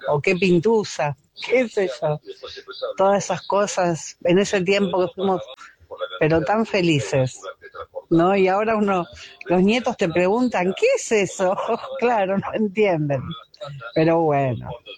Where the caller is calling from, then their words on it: Lanús, Buenos Aires Province, Argentina; Hola, Oscar, ¿cómo estás? … de Lanús.